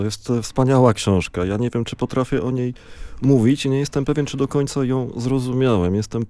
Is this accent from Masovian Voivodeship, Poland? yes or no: no; Wrocław, Lower Silesian Voivodeship, Poland; ja jestem z Wrocławia.